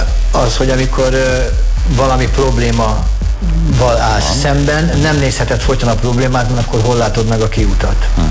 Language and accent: Hungarian; Hungary; ugye én Duna mellett nőttem fel